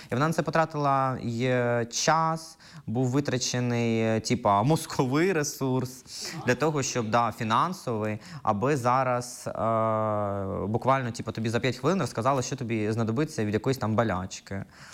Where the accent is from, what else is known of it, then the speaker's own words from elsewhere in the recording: Kropyvnytskyi, Kirovohrad Oblast, Ukraine; Ні, я з Кропивницького.